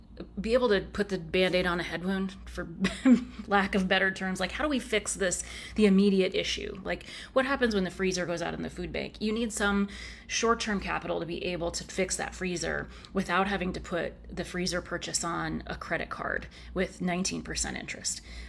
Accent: Oregon, United States; You know, I'm a pretty humble kid growing up in Central Oregon.

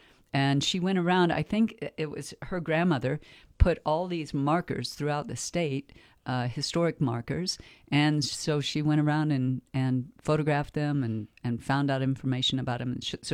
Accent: Durango, Colorado, United States; I'm from Durango, so I think mostly about Durango.

